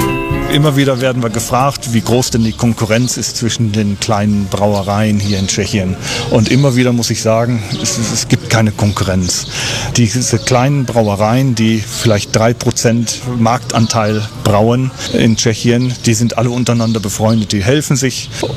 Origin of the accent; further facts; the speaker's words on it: Bielefeld, North Rhine-Westphalia, Germany; moved away as an adult; now in Czech Republic; 1998 hat es mich nach Tschechien verschlagen. Ich bin gebürtiger Bielefelder und gelernter, staatlich geprüfter Spinner und bin mit der Arbeit nach Tschechien gekommen